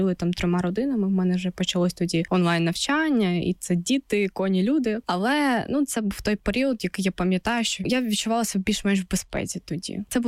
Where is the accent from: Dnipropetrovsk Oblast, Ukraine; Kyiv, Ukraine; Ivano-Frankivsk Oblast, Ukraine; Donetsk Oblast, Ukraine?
Donetsk Oblast, Ukraine; ви пишаєтесь, що я з Донеччини, тому що у вас не так багато друзів з Донеччини.